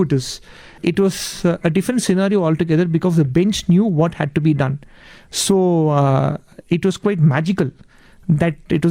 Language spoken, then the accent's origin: English; India; as an Indian